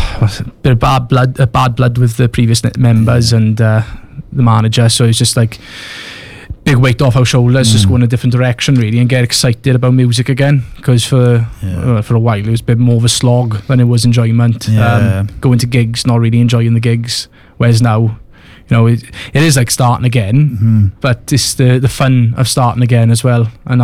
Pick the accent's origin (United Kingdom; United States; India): United Kingdom; Merthyr Tydfil, Wales; We're from Merthyr Tydfil. Most of us grew up in the Gurnas.